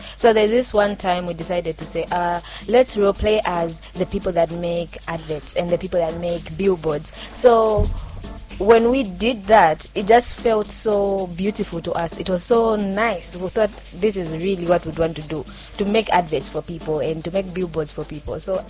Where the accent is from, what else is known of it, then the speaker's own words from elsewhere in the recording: Lusaka, Lusaka Province, Zambia; So, we're born and raised in Lusaka. Lusaka West, to be specific.